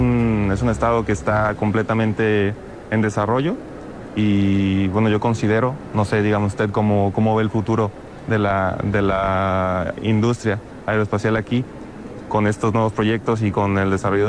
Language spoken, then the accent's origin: Spanish; Colima, Mexico; moved away as an adult; now in Querétaro, Mexico; yo vengo de Colima, completamente me vine a vivir aquí para estudiar